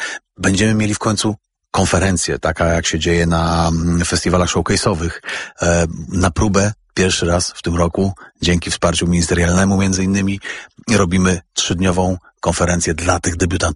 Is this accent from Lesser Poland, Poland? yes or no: no; West Pomeranian Voivodeship, Poland; born or raised there